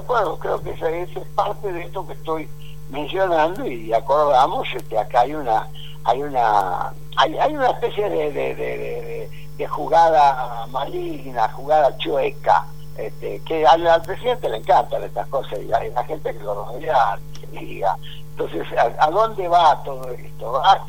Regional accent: Argentina; yo como pueblo argentino

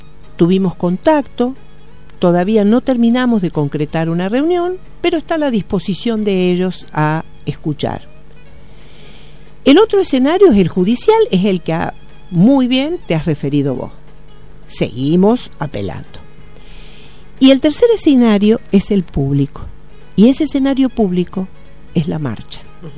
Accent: Argentina; es pensarnos como argentinos

